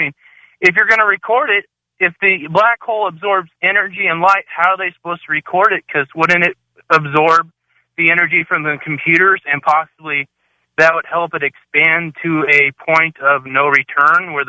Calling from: United States; I'm from the Tri-Cities.

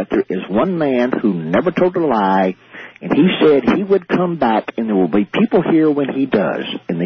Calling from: Fort Worth, Texas, United States; in Fort Worth.

